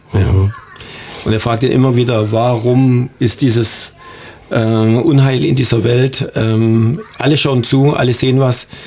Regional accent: Stuttgart, Baden-Württemberg, Germany; born there; Genau, also gebürtig bin ich in Stuttgart. Also ich bin nicht in Österreich geboren.

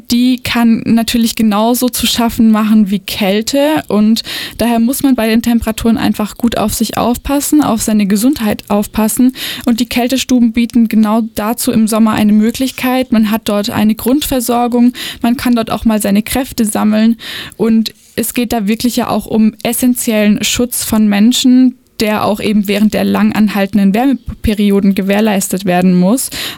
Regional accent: Rottweil, Baden-Württemberg, Germany; Da gibt es zum Beispiel in meiner Heimatstadt Rottweil auch eine, bei der ich mal war.

